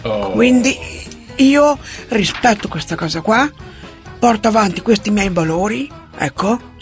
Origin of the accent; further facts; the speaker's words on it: Modena, Emilia-Romagna, Italy; perché io siccome che sono modenese